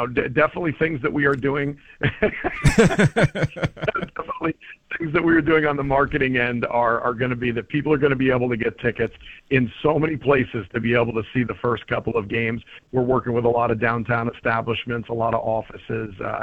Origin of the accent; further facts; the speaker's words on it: New Jersey, United States; moved away; Yeah, I'm not from Toledo, just a Jersey guy. I've traveled around.